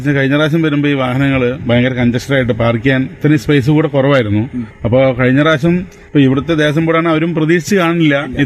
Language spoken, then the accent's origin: Malayalam; Malampuzha, Kerala, India; ഞാൻ വരുന്നത് പാലക്കാട് നിന്നാണ്, പാലക്കാട് മലമ്പുഴയിൽ നിന്നാണ്.